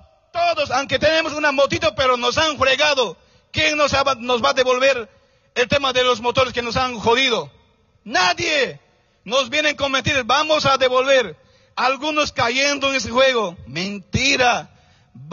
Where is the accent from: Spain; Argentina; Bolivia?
Bolivia; somos bolivianos y nuestro deber es defender nuestro país